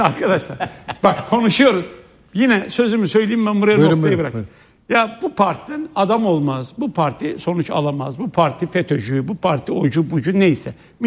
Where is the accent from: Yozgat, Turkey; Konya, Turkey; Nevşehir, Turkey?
Nevşehir, Turkey; Tamam ben de Nevşehirliyim ya, kardeşim Nevşehir